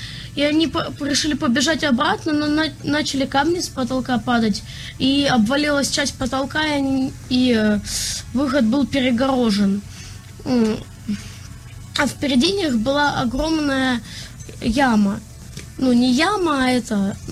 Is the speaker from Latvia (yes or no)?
no; Kohtla-Järve, Ida-Viru County, Estonia; also born or lived in Narva; мне 10 лет, я из Эстонии, из города Кохлоярве.